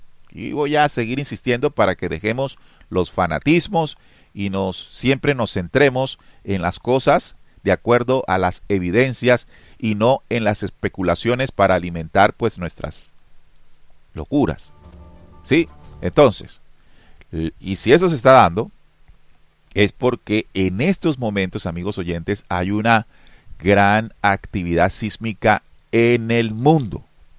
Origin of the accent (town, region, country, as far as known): Colombia